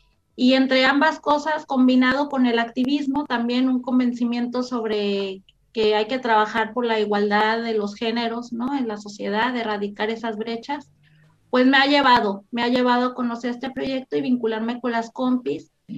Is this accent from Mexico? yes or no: yes; Mexico; now in Chile; Bueno, pues … Antes que nada decir que yo soy mexicana